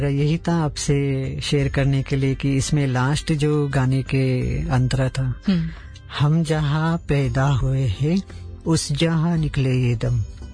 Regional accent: Mumbai, Maharashtra, India; जैसे अभी मैं मुंबई से बिलोंग करते, तो मैं मुंबई के बारे में आपको बताना चाहता हूँ

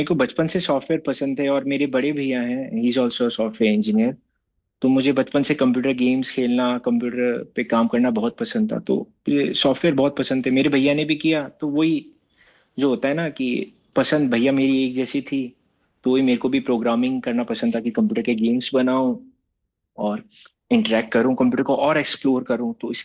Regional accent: Jaipur, Rajasthan, India; also born or lived in Guwahati / Ranikhet; जैसे मेरा home town Jaipur है, बट मेरा मेरा बॉर्न गुवाहाटी में हुआ

